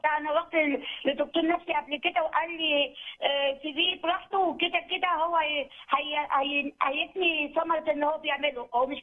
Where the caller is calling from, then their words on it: Cairo, Cairo Governorate, Egypt; من مصر، من مصر، من القاهره.